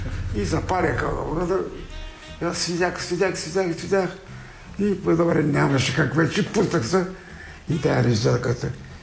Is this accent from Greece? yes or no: no; North Macedonia; я так ми се благодаря, че сме от Югославия, македонци.